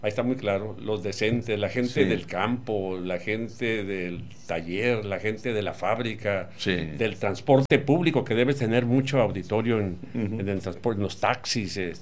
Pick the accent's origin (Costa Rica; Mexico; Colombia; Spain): Mexico; Tijuana, Baja California; somos nosotros, los de Tijuana